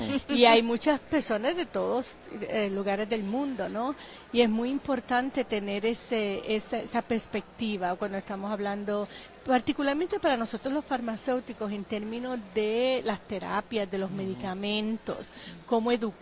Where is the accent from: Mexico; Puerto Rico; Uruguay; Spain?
Puerto Rico; Lares; Cuando fui a Estados Unidos por la primera vez, ¿no?, saliendo así del pueblito de Lares, ¿no?, que no había salido de Puerto Rico